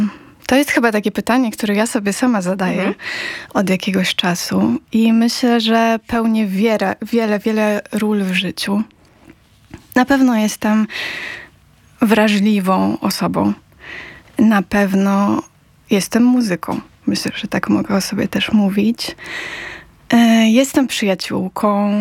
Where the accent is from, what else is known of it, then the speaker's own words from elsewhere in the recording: Zambrów, Podlaskie Voivodeship, Poland; jestem zwykłą dziewczyną z Podlasia, z małego miasta, z Zambrowa